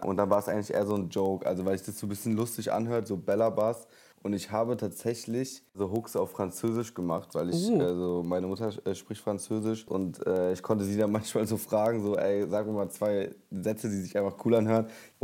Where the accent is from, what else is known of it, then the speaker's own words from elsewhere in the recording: North Rhine-Westphalia, Germany; Ich bin aus dem Ruhrgebiet in NRW.